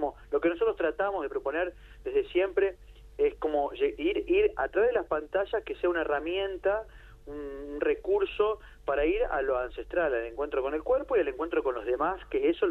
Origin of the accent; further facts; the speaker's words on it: Santa Fe, Argentina; now in Buenos Aires, Argentina; Yo soy del interior de Santa Fe, así que he escuchado, tengo muy presente Cadena 3, ¿no? Como ahí en la zona, ¿no? Mis viejos, ahí se escucha.